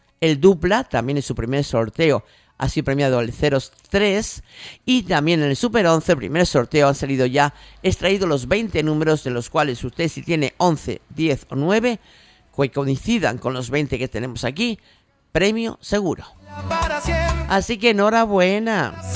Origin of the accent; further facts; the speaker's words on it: Canary Islands, Spain; Yo, pues yo soy de, vivo en Canarias. Ah, en Canarias, Tenerife. Digo, no, Gran Canaria.